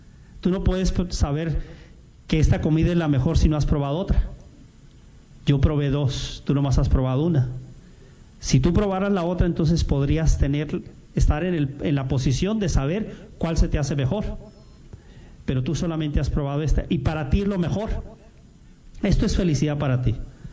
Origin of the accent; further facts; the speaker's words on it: Tijuana, Baja California, Mexico; soy de Tijuana.